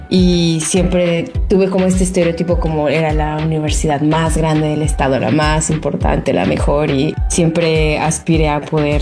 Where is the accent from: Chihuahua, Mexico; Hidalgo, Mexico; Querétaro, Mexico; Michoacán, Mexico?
Hidalgo, Mexico; Pachuca; now in Paris, France; Yo soy originaria de Pachuca, Hidalgo. Nací y crecí en Pachuca.